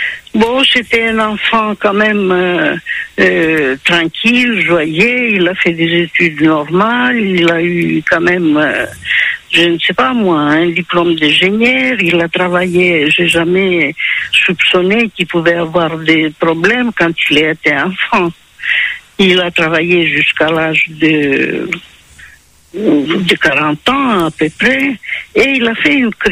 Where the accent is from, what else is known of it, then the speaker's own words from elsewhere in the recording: Greece; French is a second language; now in France; Écoutez, je suis d'origine grecque.